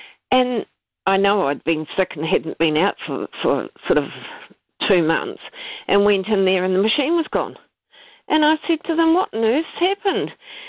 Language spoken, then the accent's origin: English; Scotland, United Kingdom; because of me being Scottish, they've given me jokes